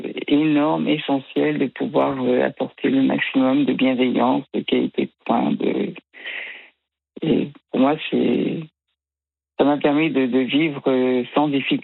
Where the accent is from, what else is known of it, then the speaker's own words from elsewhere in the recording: Auvergne-Rhône-Alpes, France; moved away; also born or lived in Île-de-France; On est nés en Auvergne, mes frères et moi, et c'est mon père qui a insisté pour partir en région parisienne, et on a été très tristes de quitter l'Auvergne